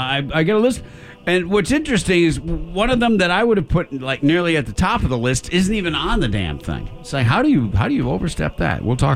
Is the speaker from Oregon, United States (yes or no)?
no; Michigan, United States; What about Michigan, my home state?